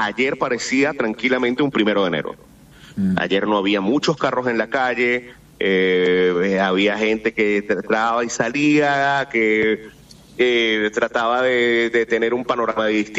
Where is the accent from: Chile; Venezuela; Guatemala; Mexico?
Venezuela; born or raised there